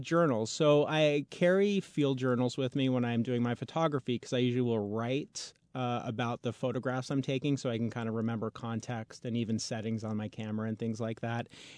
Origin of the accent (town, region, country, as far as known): Wyoming, United States; born or raised there; also born or lived in Utah / Arizona